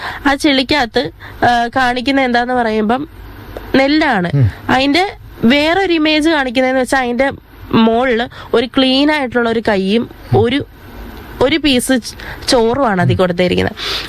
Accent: Kerala, India; ആദ്യം ഞാൻ വരുന്നത് തുരുത്തി നിന്നാ. ഞങ്ങളുടെ അവിടെ ഉള്ള ആളുകൾ ഏറ്റവും കൂടുതൽ ചെയ്യുന്ന മത്സ്യകൃഷിയാണ്.

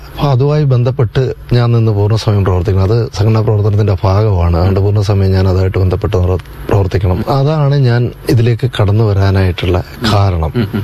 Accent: Charummood, Kerala, India; ഞാൻ ജനിച്ചത് ആലപ്പുഴ ജില്ലയിലാണ്. കരിമുളയ്ക്കലിനും ചാരുമൂടിനും ഇടയിലുള്ള ഒരു സ്ഥലമാണ് അവിടെ. അത് ഞാനൊരു 4 ക്ലാസ് വരെ ചാരുമൂട് സ്കൂളിലാണ് പഠിച്ചത്.

